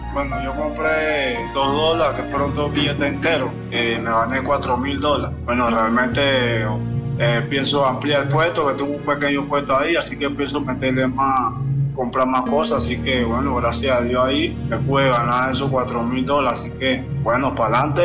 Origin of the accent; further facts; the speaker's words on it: Chilibre, Panamá, Panama; vengo de Chilibre.